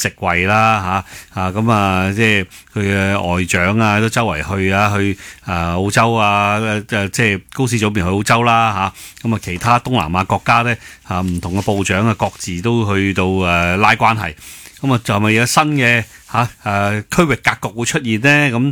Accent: Hong Kong; 我哋香港人

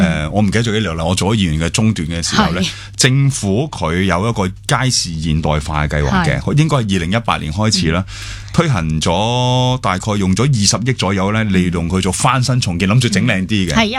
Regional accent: Hong Kong; 承诺对于我哋香港人嚟讲好重要嘅。

